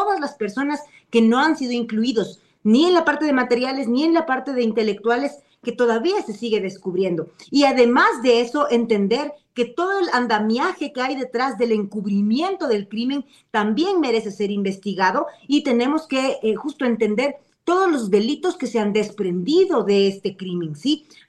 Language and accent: Spanish; Ecuador; Entonces nosotros como Estado ecuatoriano tenemos que defendernos también.